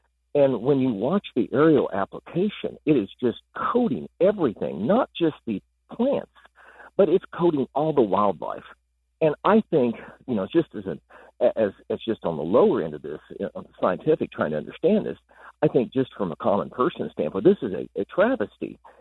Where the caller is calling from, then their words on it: Westport, Illinois, United States; I am in Westport, Illinois, also the Vincennes, Indiana. The communities basically adjoin each other between the Wabash River.